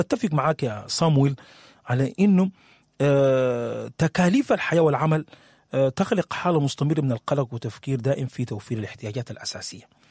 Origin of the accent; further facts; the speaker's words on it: Sudan; الزمن اللي احنا فيه بقى صعب علينا كسودانيين